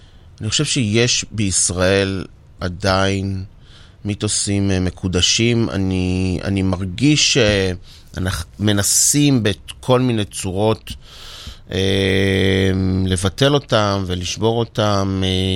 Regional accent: Azor, Central District, Israel; אני גדלתי באזור, זה מקום מאוד מאוד קטן, אבל היו הכל, היו הונגרים והיו רוסים והיו תימנים והיו ואני הייתי חצי מצרי וחצי פולני.

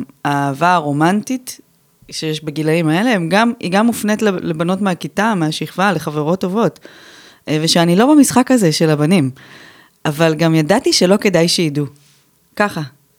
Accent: Beersheba, Southern District, Israel; ותמיד בעצם התחושה כבאר שבעית כאילו הייתה שאנחנו לא שייכות למרחב הזה. כאילו שהאנשים שלי הם בתל אביב.

